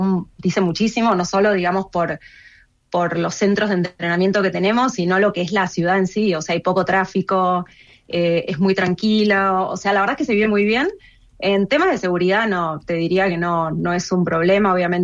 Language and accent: Spanish; Argentina; la verdad es que siendo argentina y sabiendo que nuestra compañía está detrás de lo que es la, digamos, como la renovación